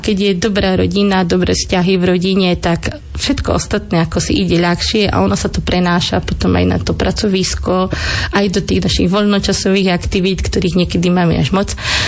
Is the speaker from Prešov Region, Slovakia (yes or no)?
yes; Stará Ľubovňa, Prešov Region, Slovakia; accent: Eastern Slovak; u mňa je cítilný východniarský prízvuk, za ktorý sa ja nehambím a som na ňo hrdá už teraz.